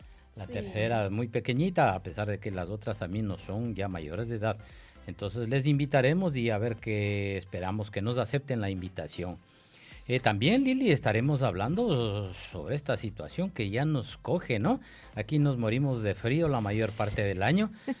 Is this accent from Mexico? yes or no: no; Ecuador; now in Brussels, Belgium; como ecuatorianos que somos